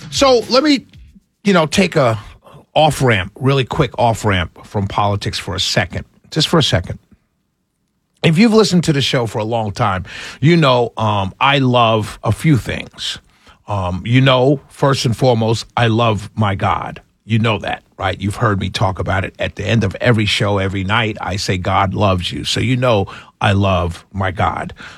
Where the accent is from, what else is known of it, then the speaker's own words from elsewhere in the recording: New York City, New York, United States; I remember running from Bronx River, having to run to the train station. Growing up in New York City, it was all good.